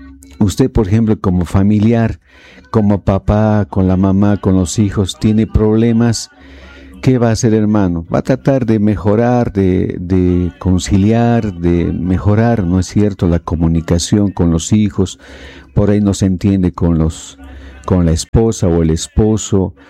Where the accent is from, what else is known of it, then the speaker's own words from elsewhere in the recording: Bolivia; Somos de aquí, hermanos. Somos bolivianos, unos somos paseños. Somos cruceños, somos pandinos, orureños.